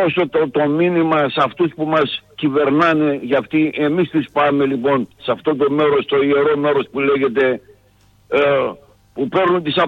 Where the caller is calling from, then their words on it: Ano Zervochori, Central Macedonia, Greece; από Άνου Ζερβουχώρη Ναούσης.